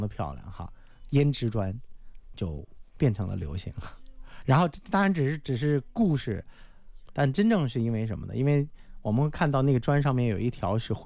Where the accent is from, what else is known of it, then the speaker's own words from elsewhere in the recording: Fujian, China; 那来到闽南，包括我的老家